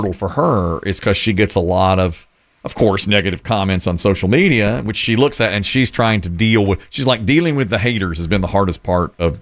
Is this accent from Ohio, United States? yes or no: no; Asheboro, North Carolina, United States; growing up in Ashboro.